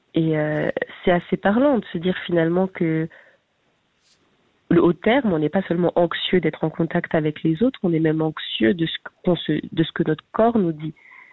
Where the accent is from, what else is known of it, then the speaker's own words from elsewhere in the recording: Switzerland; je suis suissesse